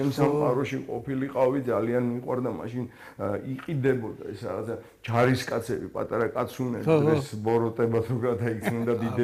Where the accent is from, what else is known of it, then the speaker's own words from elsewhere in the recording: Tbilisi, Georgia; მე დავიბადე ქალაქ თბილისში 1971 წელს 23 ივლისს